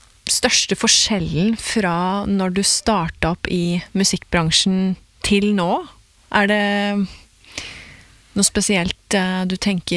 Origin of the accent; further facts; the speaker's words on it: Porsgrunn, Telemark, Norway; Born and bred. Jeg er fra Porsgrunn, så vi er telemarking i begge to, da.